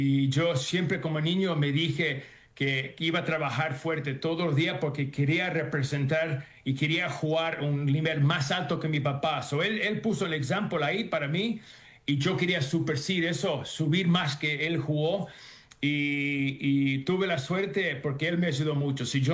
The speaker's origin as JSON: {"language": "Spanish", "country": "Argentina", "said": "Soy argentino."}